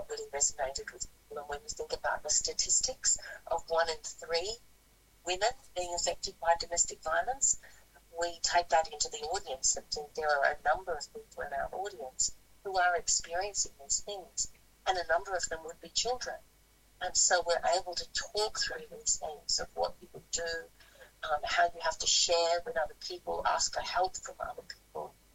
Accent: Sydney, New South Wales, Australia; also born or lived in Adelaide; I went to drama school in Adelaide, even though I was from Sydney.

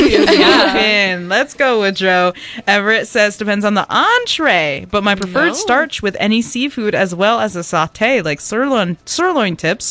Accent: Ireland; I am Irish. I love potato over pasta.

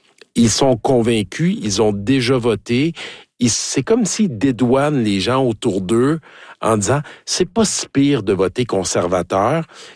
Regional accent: Quebec, Canada; Et ça arrive jusque dans mon coin de pays, dans Richmond, dans Arthabasca.

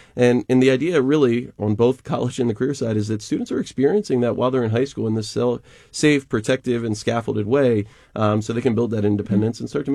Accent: East Coast, United States; I'm originally from the East Coast

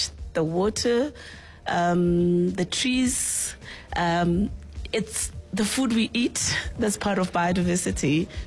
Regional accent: Vuwani, Limpopo, South Africa; born there

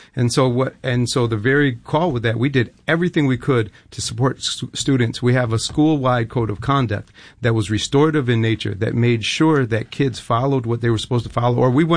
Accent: Rochester, New York, United States; I have was born and raised in Rochester on the east side of the city. With that being said, I went to the Rochester City School District for kindergarten through 12th grade.

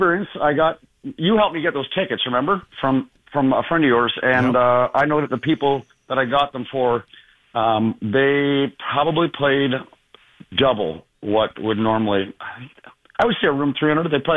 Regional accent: Manor Park, Ontario, Canada; I didn't grow up bougie. I grew up in Manor Park. I grew up in Manor Park.

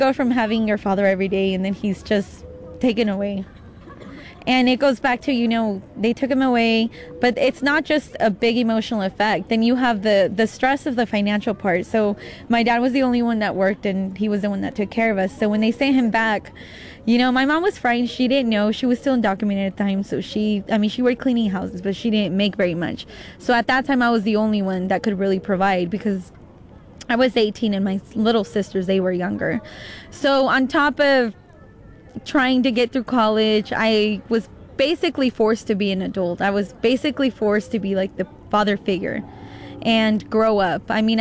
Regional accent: Liberal, Kansas, United States; also born or lived in Juárez, Mexico; I'm 30 years old. I was born in Mexico. I was born in Juarez. I was brought as a baby when I was 2 years old to Liberal, Kansas.

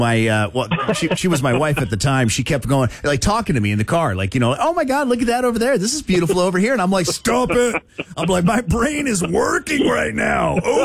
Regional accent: United States; as an American

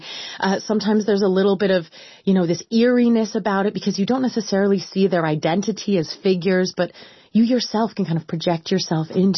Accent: Seattle, Washington, United States; I'm from Seattle. I was visiting family

